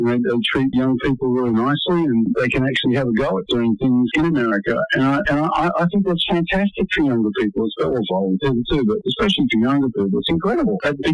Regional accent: Australia; I'd say, no, we're from Australia, we'd say them.

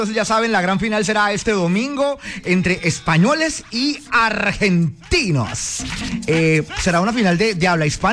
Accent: Colombia; como buen colombiano, ¿ok? Como buen colombiano.

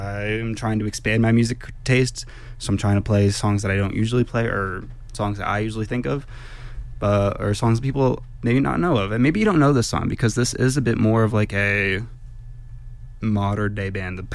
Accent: New Jersey, United States; moved away as an adult; now in Telluride, United States; I'm from New Jersey. I just kind of moved out here to Telluride.

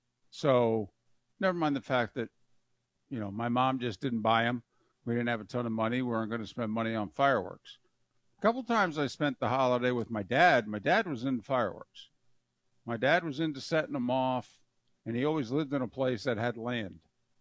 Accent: Northeast, United States; moved away; I grew up in the Northeast

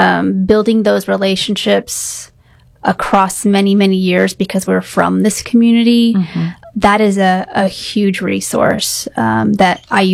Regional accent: San Antonio, Texas, United States; Especially growing up in the Catholic community in San Antonio.

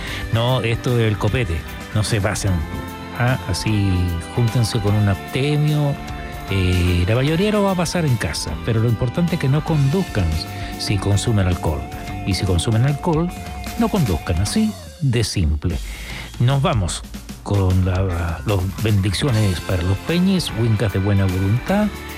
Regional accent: Chile; Soy tan chileno, me encanta la crueca.

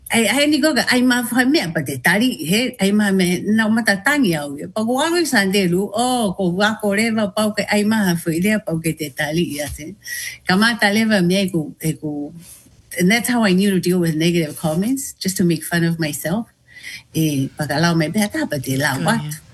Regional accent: Tonga; I always love to share with my soldiers, like, oh, I'm from Tonga

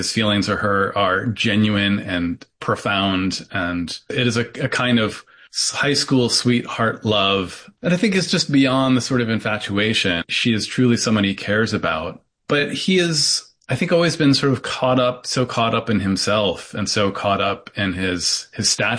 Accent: Syracuse, New York, United States; I'm not from rural New York. I'm from Syracuse, which is a reasonable sized city. But like a lot of the Rust Belt, it's been down on its luck for a long time.

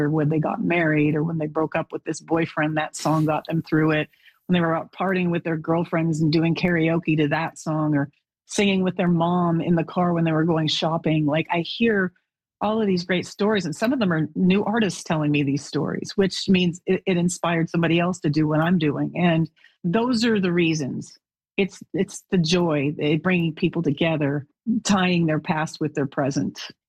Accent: Alberta, Canada; So it kind of, it blends growing up in Alberta, driving on black ice.

